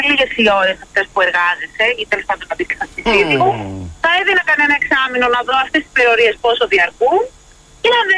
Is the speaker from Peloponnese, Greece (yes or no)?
no; Thessaloniki, Central Macedonia, Greece; από τη Θεσσαλονίκη.